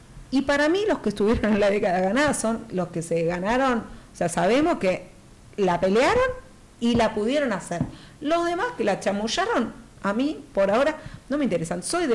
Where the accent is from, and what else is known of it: Argentina